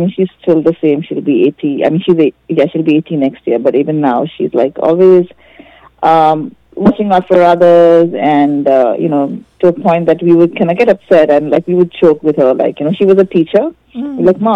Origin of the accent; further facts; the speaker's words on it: Mumbai, Maharashtra, India; moved away; pretty much for the most part of my life, I grew up in Mumbai.